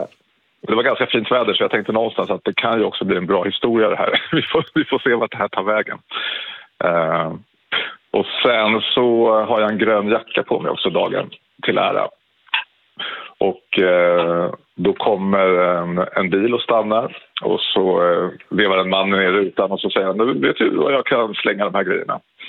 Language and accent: Swedish; Täby, Stockholm County, Sweden; Jo, men det här utspelar sig när jag var 18 år 1998 och bodde i Täby där jag växte upp.